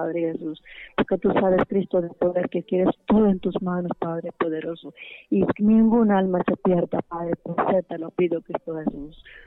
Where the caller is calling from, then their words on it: San Pedrito, Honduras; De San Pedrito